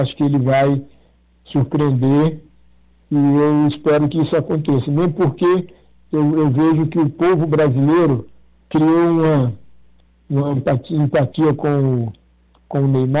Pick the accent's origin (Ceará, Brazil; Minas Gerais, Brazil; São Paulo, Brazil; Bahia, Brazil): Ceará, Brazil; E é isso que eu, como cearense e como e bairrista como eu sou